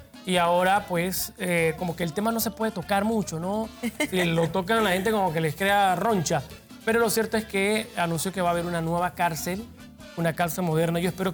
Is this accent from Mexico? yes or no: no; Panama; Nosotros como pueblo panameño podemos pagar.